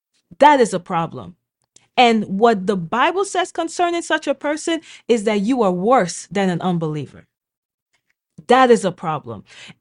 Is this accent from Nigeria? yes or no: yes; Nigeria; like I'm Nigerian, you know, having a maid and a nanny in Nigeria is, you know, very, very affordable.